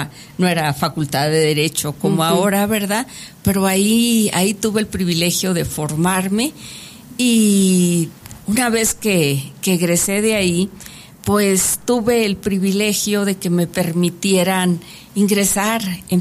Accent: Tayoltita, Durango, Mexico; moved away; Yo en Tayoltita, y en Socavón primero, empecé mis estudios. Sí. Allá hice mi primaria, luego secundaria

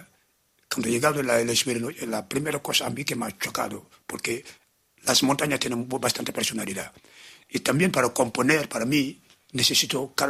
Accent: Cap Skirring, Ziguinchor, Senegal; Spanish is a second language; moved away as an adult; also born or lived in Dakar / Gorée Island; now in Vielha, Spain; yo siempre vivía al lado del mar. Nací en Casamance, en el sur de Senegal, he crecido en Cap Screen, al lado de la playa. Y después, cuando está Dakar es casi una isla. En Gore he vivido al lado del mar también.

